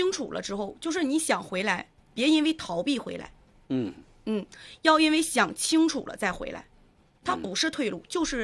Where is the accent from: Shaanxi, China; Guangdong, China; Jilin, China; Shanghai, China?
Jilin, China; Liaoyuan; 我们家乡，我是在辽源嘛，吉林辽源，东辽县。我可以说，我不只是我们东辽县云顶镇的一个小小的人物。